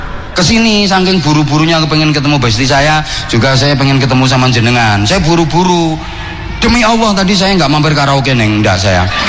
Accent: Poncokusumo, East Java, Indonesia; Saya ini dari Poncokusumo Malang sana loh.

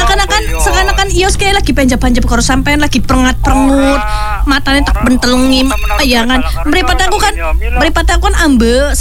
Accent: Tegal, Central Java, Indonesia; Ya kita kan orang Tegal ya. Orang Tegal kan ya.

